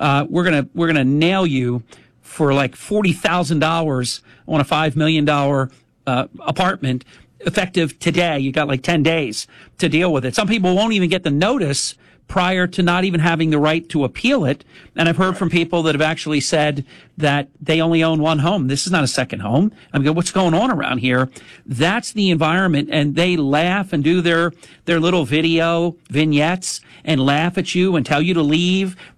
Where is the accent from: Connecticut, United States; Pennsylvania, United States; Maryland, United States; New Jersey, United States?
New Jersey, United States; My home state of New Jersey is absolutely just crazy in terms of its politics.